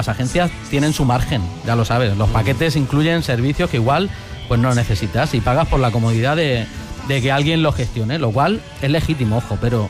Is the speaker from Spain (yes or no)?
yes; Orihuela, Valencian Community, Spain; Veniros a mi pueblo, Orihuela. Ahí te digo yo que no pasarás por ningún síndrome raro.